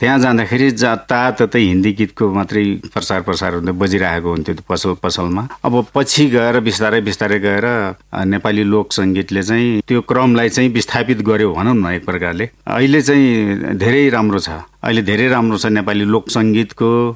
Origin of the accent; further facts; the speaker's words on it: Myagdi District, Gandaki Province, Nepal; now in Kathmandu, Nepal; मेरो जन्म चाहिँ म्याग्दी जिल्लाको हालको धौलागिरी गाउँपालिका वडा नम्बर 6 मराङमा भएको हो।